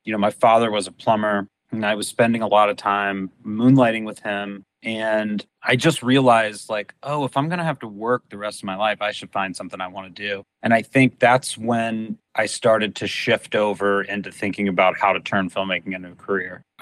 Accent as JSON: {"language": "English", "town": "Louisville", "region": "Kentucky", "country": "United States", "tie": "born or raised there", "said": "As you mentioned, I grew up in Louisville, Kentucky, which is not a hotbed of filmmaking, but there were always projects coming through town."}